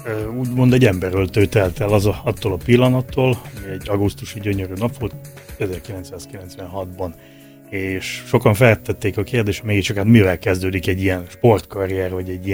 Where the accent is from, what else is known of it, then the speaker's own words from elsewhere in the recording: Tiszasalamon, Zakarpattia Oblast, Ukraine; olyan gyönyörű tájról, gyönyörű szűk pátriából érkezik az ember, mint Kárpátalja.